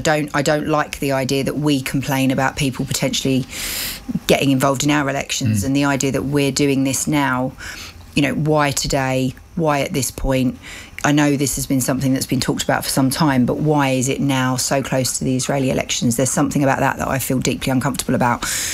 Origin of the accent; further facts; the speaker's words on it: United Kingdom; maybe it's because I'm a Brit, I don't know